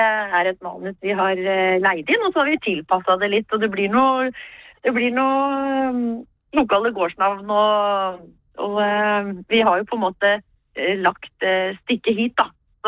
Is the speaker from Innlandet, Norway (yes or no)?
yes; Innlandet, Norway; Jeg jo født og oppvokst I Haraldsbygda